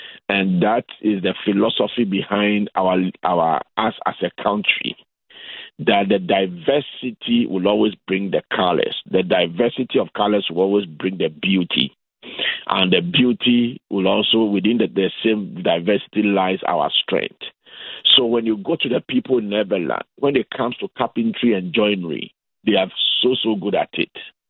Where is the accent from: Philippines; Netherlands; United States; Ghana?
Ghana; So for me as a Ghanaian, if I engage you in a conversation, you don't need to tell me you are from the Volta region or you are from the northern savannah